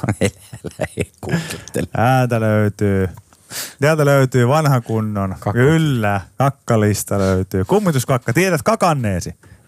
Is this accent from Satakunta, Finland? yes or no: yes; Pori, Satakunta, Finland; Mä oon Porista